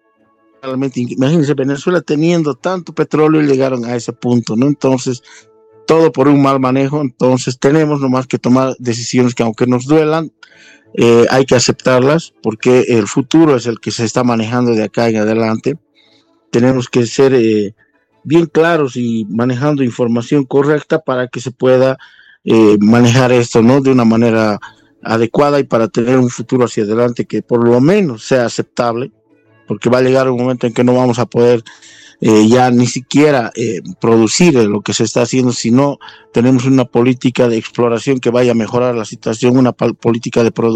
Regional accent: Bolivia

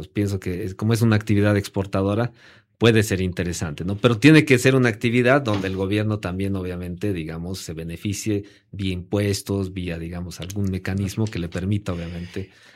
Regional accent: Bolivia

